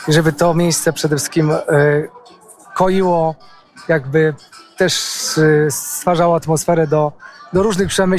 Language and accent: Polish; southern Poland, Poland; accent: góral (highlander) / southern; po moim akcencie, nawet pomimo tego, że mówię językiem literackim polskim, od razu będą wiedzieli, skąd jestem. Że jestem jednak gość z południa, a nie z północy.